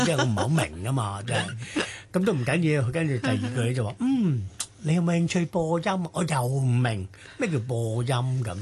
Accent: Hong Kong Island, Hong Kong; 嗰時 住柴灣第一段啊

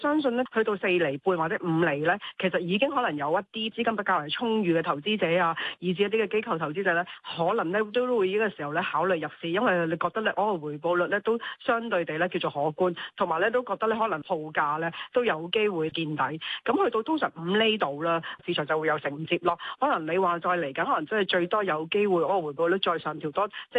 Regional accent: Hong Kong; 同埋我哋港人外游咧，

